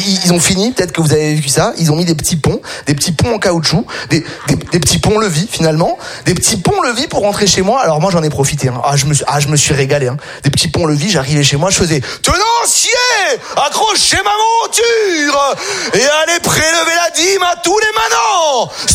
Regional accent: Nice, Provence-Alpes-Côte d'Azur, France; born there; J'ai 31 ans, d'accord. J'habite à Nice depuis environ 31 ans.

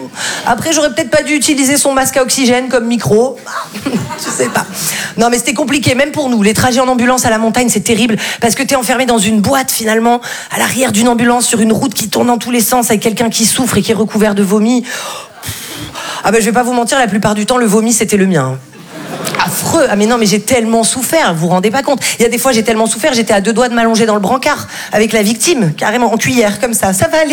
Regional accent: Val-de-Blore, Provence-Alpes-Côte d'Azur, France; Alors après, c'est vrai que là d'où je viens, c'était assez compliqué les trajets en ambulance, parce que moi je viens d'un tout petit village qui s'appelle Val-de-Blore.

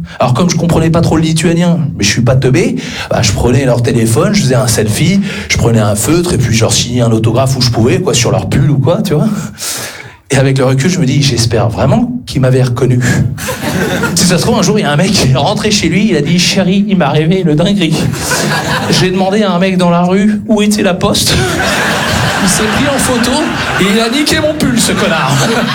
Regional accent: Switzerland; born or raised there

